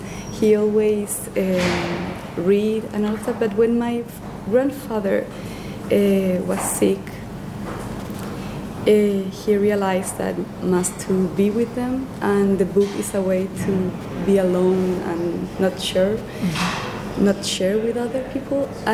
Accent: Santiago, Chile; English is a second language; moved away as an adult; also born or lived in Valdivia; now in London, United Kingdom; I'm from Chile, and I'm here in London from just 4 months ago. I'm studying now the Master in Fine Arts, which I chose. So it's my first time here, but all my life I live in Chile.

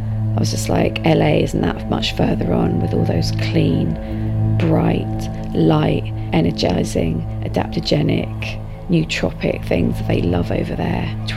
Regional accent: United Kingdom; accent: British; He clocked my British accent immediately.

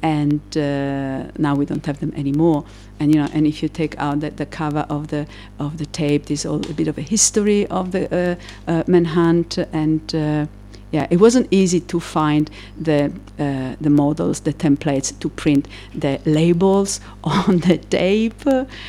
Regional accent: Cagliari, Sardinia, Italy; I come from Cagliari, which is a city that is placed between the sea and three lagoons.

